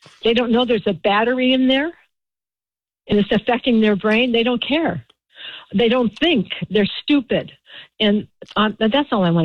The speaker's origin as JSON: {"language": "English", "region": "California", "country": "United States", "said": "I'm from California. I am 80 years old, so I've lived a very wonderful life. I was born on a farm."}